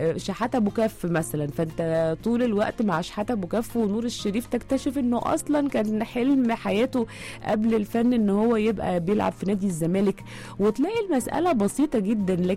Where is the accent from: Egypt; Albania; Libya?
Egypt; كلنا كمصريين